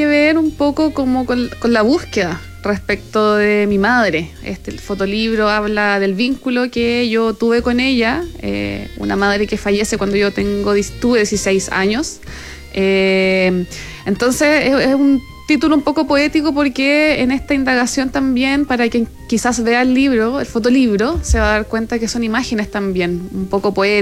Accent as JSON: {"language": "Spanish", "town": "Puerto Montt", "region": "Los Lagos", "country": "Chile", "tie": "born there", "also_born_or_lived": "Santiago", "moved": "yes", "lives_now": "Valdivia, Chile", "said": "Puerto Montt, porque también tengo una historia personal de infancia en Puerto Montt. Valdivia, porque es mi ciudad natal hoy en día, donde vivo. Y Santiago, porque también tiene parte de mi historia."}